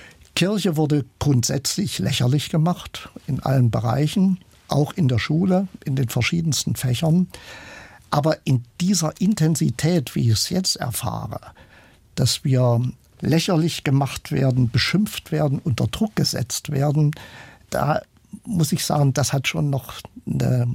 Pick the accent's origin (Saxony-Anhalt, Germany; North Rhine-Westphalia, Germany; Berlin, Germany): Saxony-Anhalt, Germany; Halle; Ich liebe Deutschland, bin Hallenser, ich liebe meine Heimatstadt, ich liebe Sachsen-Anhalt.